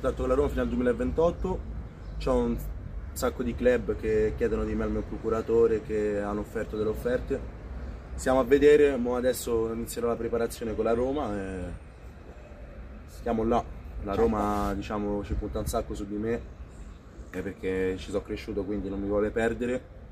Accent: Tunisia; perché mi piaceva cambiare mentalità, di venire a giocare con il mio paese, di aiutarli. E quindi ho scelto la Tunisia

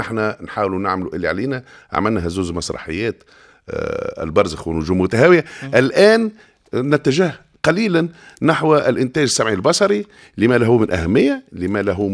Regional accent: El Kef, Kef Governorate, Tunisia; born there; هذيك احنا هذيك بلادنا وهذيك حومتنا وهذاك موطأ معناها القدم وهذاك مسقط الرأس وهذيك الدنيا متاعنا، مهما مشينا ومهما تغربنا هذيك بلادنا ونرجع لها ونبقوا فيها

